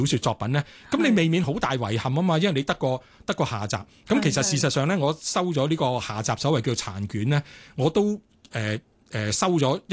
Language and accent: Cantonese; Hong Kong; 我哋香港人習慣講就係叫和平之後啦